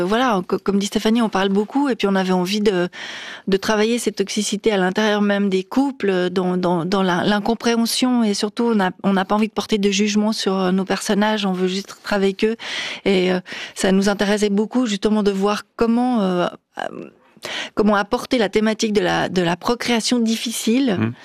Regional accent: Lausanne, Vaud, Switzerland; Je pense que c'est parce qu'on est de Lausanne, on vit à Lausanne, on a le lac et cette beauté incroyable qui nous saute à la figure tous les jours

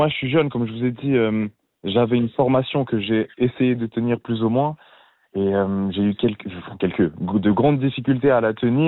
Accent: Kosovo; Du Kosovo.

